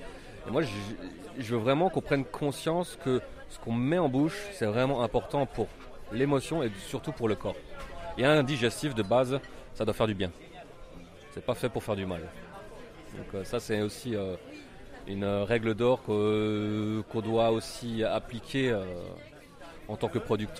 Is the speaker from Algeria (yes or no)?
no; Grand Est, France; j'ai créé du coup la distillerie en Alsace, parce que je suis alsacien, peut-être ça s'entend, en 2019.